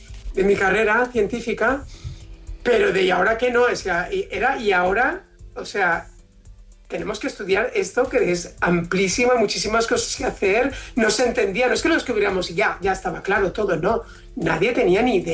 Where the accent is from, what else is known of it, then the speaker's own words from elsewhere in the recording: Valencian Community, Spain; Aquí la gente llama a cualquier cosa paella y como buen valenciano nos tenemos que corregir y puntualizar mucho.